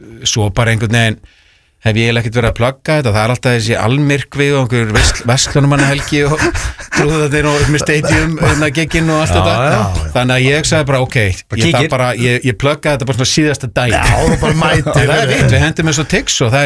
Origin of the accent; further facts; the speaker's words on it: Reykjavík, Capital Region, Iceland; Já, já. Í Laugardalnum.